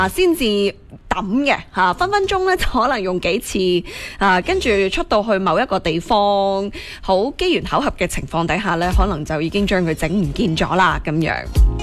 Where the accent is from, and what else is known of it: Guangdong, China